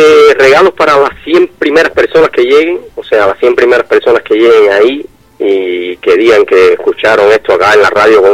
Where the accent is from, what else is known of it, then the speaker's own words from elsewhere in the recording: Cuba; moved away; Yo soy cubano.